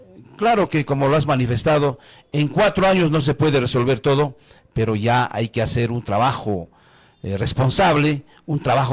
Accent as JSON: {"language": "Spanish", "town": "Coracora", "region": "Ayacucho", "country": "Peru", "said": "a mi pueblo, a nuestra tierra, Parinacochas, Coracora"}